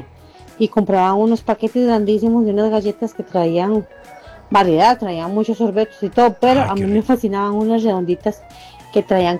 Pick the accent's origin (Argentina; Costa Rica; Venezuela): Costa Rica; Cartago; yo recuerdo cuando estaba más chiquilla que mi mamá o mi papá a veces aquí en Cartago pasaban